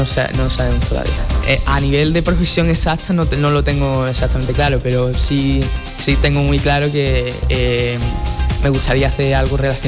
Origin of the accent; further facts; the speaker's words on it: Spain; soy el primer español en entrar, pero soy el segundo hispanohablante.